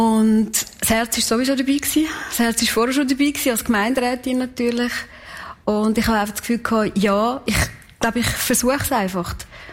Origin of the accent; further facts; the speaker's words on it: Kaltbrunn, St. Gallen, Switzerland; weil ich bin in Kalbrunn aufgewachsen. Ich bin eine Kalbrunnerin durch und durch.